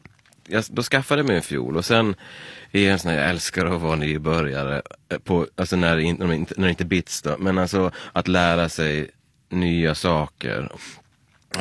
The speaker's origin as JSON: {"language": "Swedish", "town": "Leksand", "region": "Dalarna County", "country": "Sweden", "tie": "born or raised there", "said": "när jag växte upp i Leksand så blev jag ju skatare istället."}